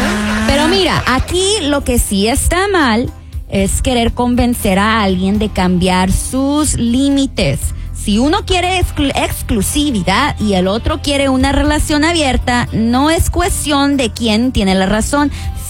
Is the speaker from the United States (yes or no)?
yes; Laredo, Texas, United States; yo soy de Laredo, puro 956.